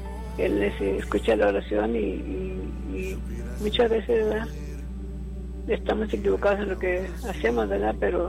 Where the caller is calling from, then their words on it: Olmito, Texas, United States; De Olmito.